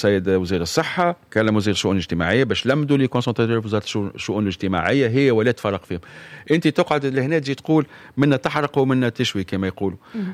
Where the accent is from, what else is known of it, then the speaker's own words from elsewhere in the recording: Tunisia; هذا البروبليم اللي عندنا في تونس